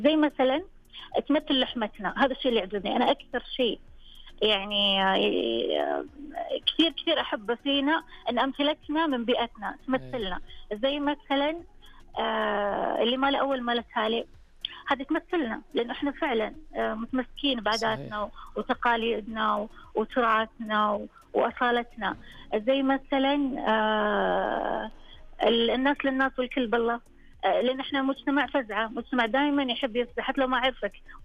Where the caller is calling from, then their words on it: Taif, Makkah Province, Saudi Arabia; من الطائف.